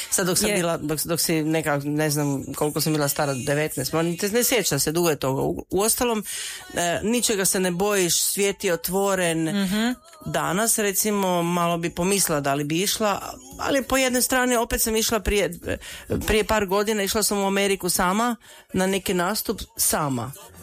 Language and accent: Croatian; Virje, Koprivnica-Križevci County, Croatia; moved away as an adult; also born or lived in Germany; Ja dolazim iz Podravine, iz Virja.